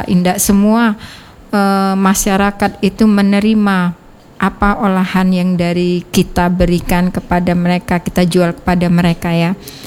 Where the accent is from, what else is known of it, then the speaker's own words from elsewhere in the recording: South Sumatra, Indonesia; also born or lived in Java; asli Banyuasin Bapak, di Tanjung Lago, Desa Purwosari.